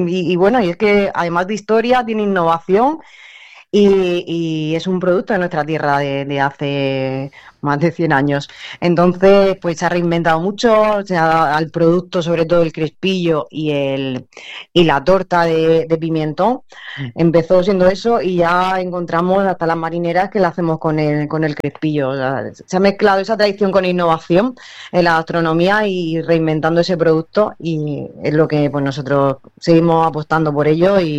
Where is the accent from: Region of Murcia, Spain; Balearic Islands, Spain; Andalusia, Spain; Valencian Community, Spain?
Region of Murcia, Spain; las raíces son nuestras raíces que llevamos por bandera al final como buenos murcianos.